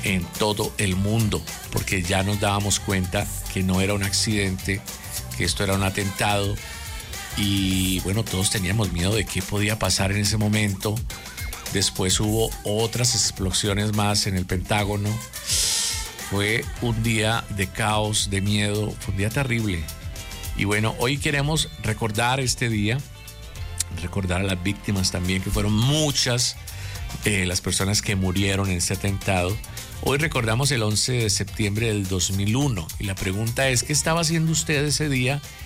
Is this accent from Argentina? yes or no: no; Colombia; todos los bumangueses y como buenos colombianos nos unamos más fuertes que nunca.